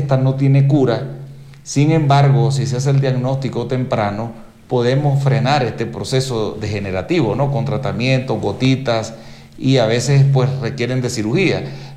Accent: Nicaragua; moved away as an adult; now in Ecuador; yo soy de Nicaragua, mi preparación toda la hice allá en Nicaragua.

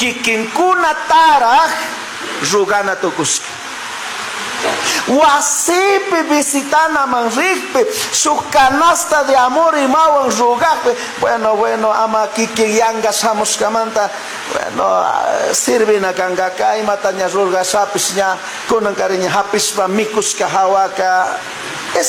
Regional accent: Chimborazo, Ecuador; Es de mi tierra, de mi comunidad, de Cacha.

